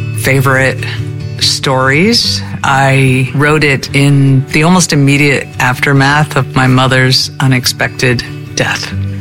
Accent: New Jersey, United States; I'm from New Jersey.

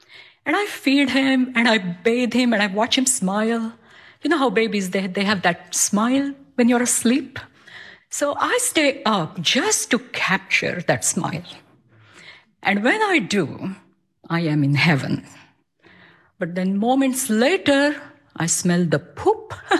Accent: India; now in Lancaster, United States; I'm from Lancaster, Pennsylvania, where I immigrated 25 plus years ago from India.

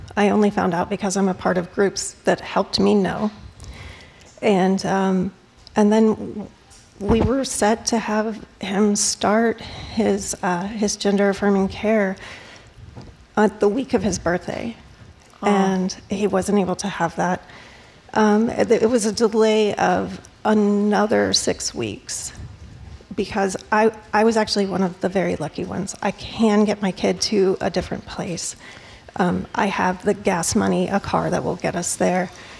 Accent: Texas, United States; Well, first of all, we moved here from Texas thinking this was a safe state.

